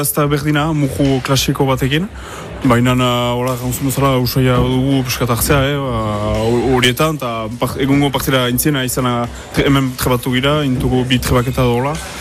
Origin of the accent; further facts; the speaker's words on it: Saint-Étienne-de-Baïgorry, Nouvelle-Aquitaine, France; 25 urtetut, eta Baigorrikoan iz.